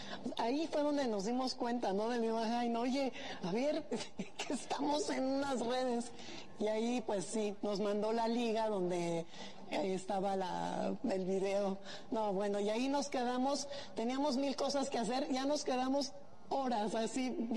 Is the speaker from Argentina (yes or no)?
no; Mexico; Sí, somos mexicanos 100%.